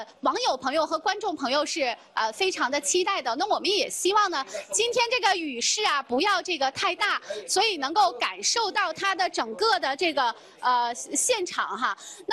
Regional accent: Guangdong, China; 但是对于我们广东人来说已经提前半个月甚至一个月就已经开启了。

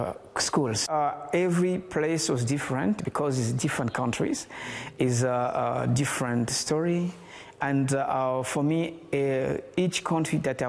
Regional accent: Germany; born or raised there

